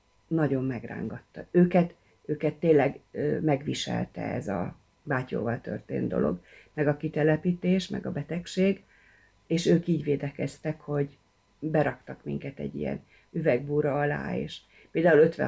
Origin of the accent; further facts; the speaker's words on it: Hungary; mit jelent az, hogy magyarok vagyunk. Mert találkoztam ottani magyarokkal, és szégyen volt, hogy ők mennyivel többet tudtak magyar történelemről, földrajzról, népdalokat, stb.